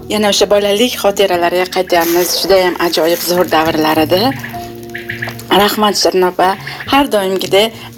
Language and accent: Uzbek; Kashkadarya Region, Uzbekistan; Qashqadaryoda ikki qozon osh bo'lardi bolaligimizda.